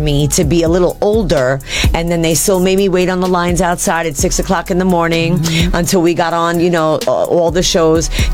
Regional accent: New York City, New York, United States; I'm from Jamaica Avenue, that train stop, 169. So right where … all them grew up.

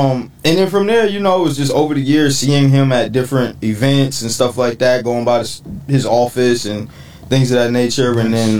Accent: New York City, New York, United States; You know, I grew up around Times Square.

